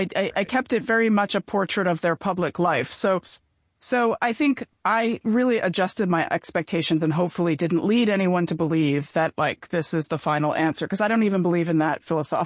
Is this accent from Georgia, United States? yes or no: no; New Jersey, United States; now in New York City, United States; I myself am from a provincial place at the Jersey Shore where everybody, you know, votes for Trump these days and, you know, then moved to New York City.